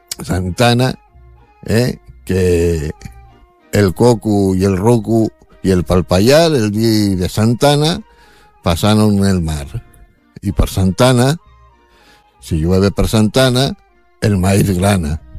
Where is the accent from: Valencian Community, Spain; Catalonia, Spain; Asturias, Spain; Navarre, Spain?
Asturias, Spain; Vaya como somos los asturianos, tío.